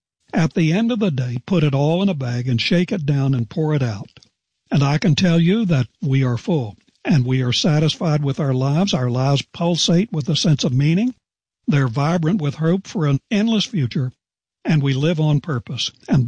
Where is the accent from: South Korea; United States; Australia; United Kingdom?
United States; West Virginia; born there; There was a man in my home state of West Virginia